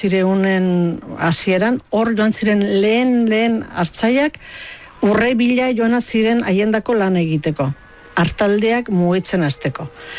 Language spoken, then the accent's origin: Basque; Lesaka, Navarre, Spain; born there; also born or lived in Dixon, California, United States; Julianek 7 urte, Beñardo lau, eta ni bi … itzuli ginen Lesakara